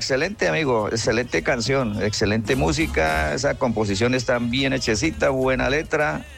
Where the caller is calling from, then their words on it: Colombia; a nuestra Colombia, a nuestra tierra.